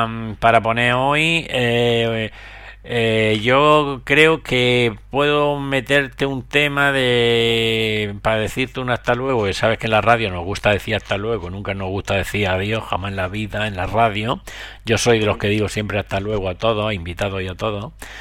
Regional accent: Region of Murcia, Spain; Entre los murcianos nos entendemos perfectamente.

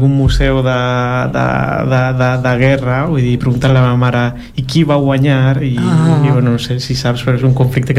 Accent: El Salvador; Sí, bueno, jo vaig néixer a Salvador en un context de postguerra. Vaig viure la meva infància en aquest context.

